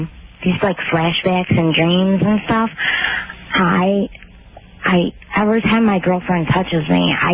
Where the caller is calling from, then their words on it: Chicago, Illinois, United States; I'm from Chicago